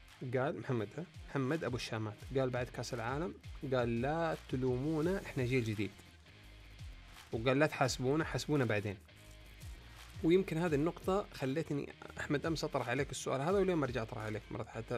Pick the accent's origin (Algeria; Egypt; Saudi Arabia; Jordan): Saudi Arabia; إحنا اليوم كسعوديين